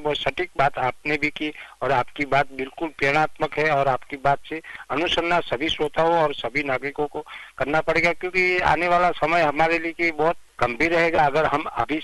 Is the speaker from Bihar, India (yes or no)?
no; Patan district, Gujarat, India; born there; now in Ahmedabad, India; मैं रहता हूँ अहमदाबाद और मेरा गांव का नाम है डेर, तहसील जिला पाटन।